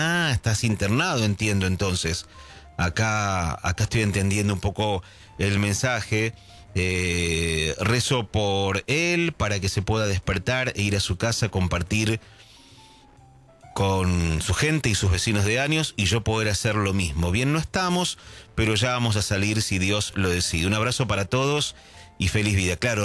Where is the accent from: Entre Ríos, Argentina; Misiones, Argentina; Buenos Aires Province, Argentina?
Buenos Aires Province, Argentina; San Nicolás